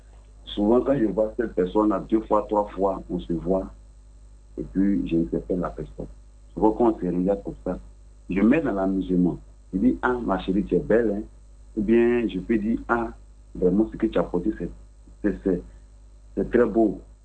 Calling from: Abidjan, Côte d’Ivoire

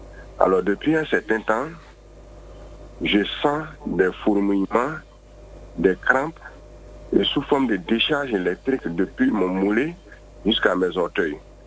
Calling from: Abidjan, Côte d’Ivoire; j'appelle d'Abobote.

